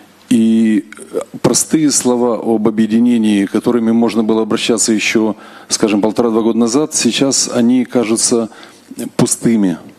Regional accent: Odesa, Odesa Oblast, Ukraine; Добрый день. … я из Одессы.

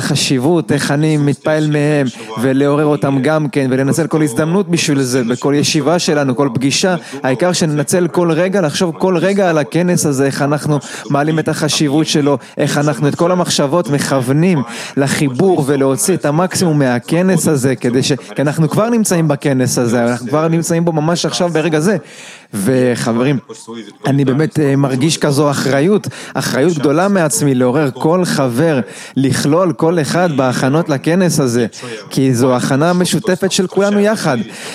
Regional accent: Kyiv, Ukraine

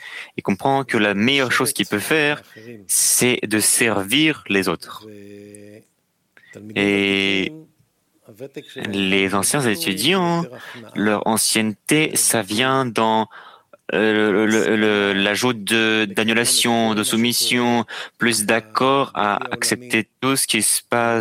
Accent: Argentina; French is a second language; moved away; also born or lived in Spain; Moi, je suis de Argentine et j'ai vécu 30 ans en Espagne.

